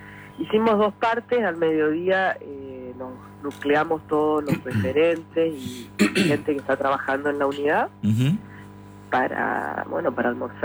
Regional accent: Esquina, Corrientes, Argentina; yo soy de esquina.

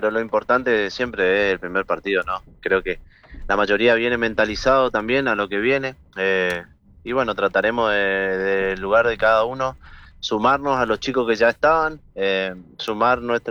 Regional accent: Corrientes, Argentina; moved away; nosotros que somos correntinos, siempre digo, somos muy correntinos

